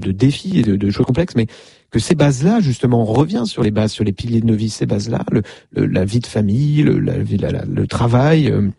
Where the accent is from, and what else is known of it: Versailles, Île-de-France, France; born there